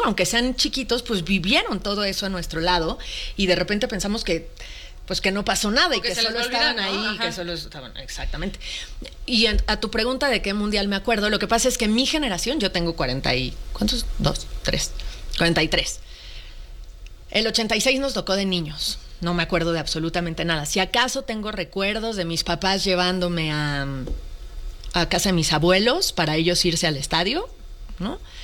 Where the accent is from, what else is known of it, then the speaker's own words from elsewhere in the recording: Mexico; somos mexicanos